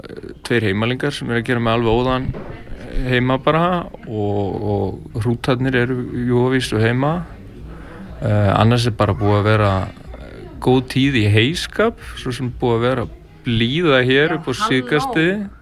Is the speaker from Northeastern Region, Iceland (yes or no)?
yes; Hjalteyri, Northeastern Region, Iceland; Já, ég er frá Ytribakka við Hjalteyri. Raunar jörð sem liggur alveg að Hjalteyrinu.